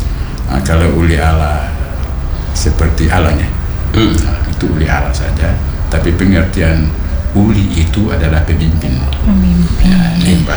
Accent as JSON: {"language": "Indonesian", "region": "Maluku", "country": "Indonesia", "tie": "born or raised there", "said": "di kampung saya di Ureng"}